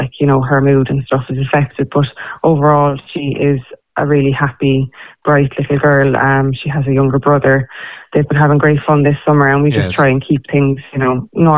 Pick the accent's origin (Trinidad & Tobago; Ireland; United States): Ireland; Cloyne, Munster; As you know, we're from Cloyne.